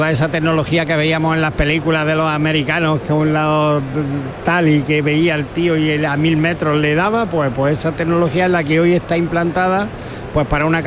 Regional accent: Úbeda, Andalusia, Spain; De Úbeda, somos de Úbeda.

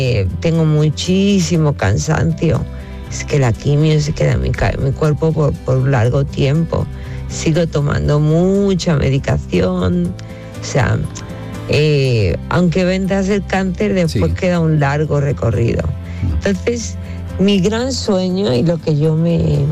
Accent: Spain; Digo, no, pues soy española.

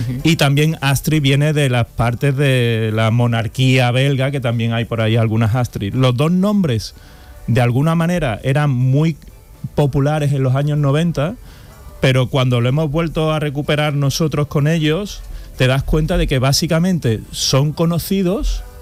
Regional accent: Andalusia, Spain; Que mi francés, yo como andaluz, y tenemos la lengua vaga.

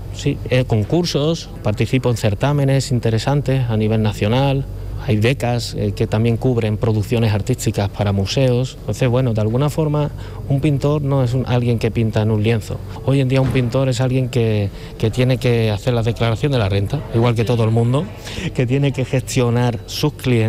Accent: Cádiz, Andalusia, Spain; accent: gaditano; now in Madrid, Spain; Yo soy un enamorado de Cádiz. Yo viví en la Plaza de Mina muchos años, en la calle Zorrilla, imagínese, en la calle de los bares, para que no lo sepa. Entonces jugaba en la Plaza de Mina al fútbol con mis amigos, ahí se me pegó todo el acento.

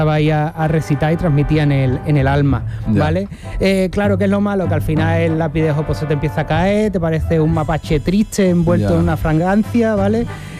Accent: Jerez de la Frontera, Andalusia, Spain; now in San Juan de Aznalfarache, Spain; yo soy de Jerez.

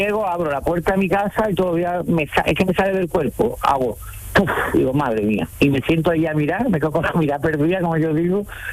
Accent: Montequinto, Andalusia, Spain; now in El Ronquillo, Spain; Yo soy de toda la vida de Dios de Montequinto.

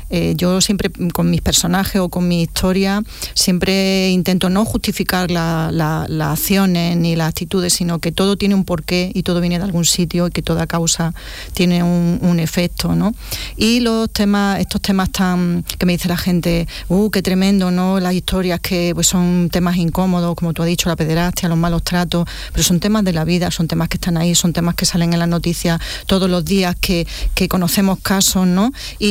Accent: Andalusia, Spain; se me da en mi tierra, en Andalucía

